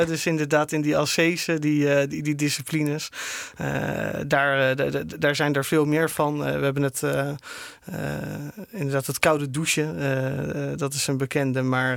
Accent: The Hague, South Holland, Netherlands; moved away as an adult; now in Hoeven, Netherlands; ik woon samen met mijn vrouw Anouk en onze twee kinderen sinds kort eigenlijk in Hoeve. Ik kom oorspronkelijk uit Den Haag, dus ik ben nog aan het landen in het mooie Brabant.

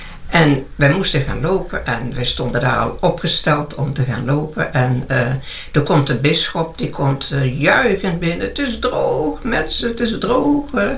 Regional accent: 's-Hertogenbosch, North Brabant, Netherlands; born there; Ja, ik ben in Den Bosch geboren. Bossenbol.

